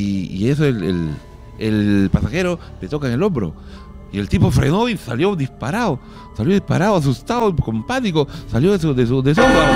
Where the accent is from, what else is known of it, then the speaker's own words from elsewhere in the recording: Pucallpa, Ucayali, Peru; Y yo soy de Pucallpa y el Chuyachaqui es famoso, ya el que te roba.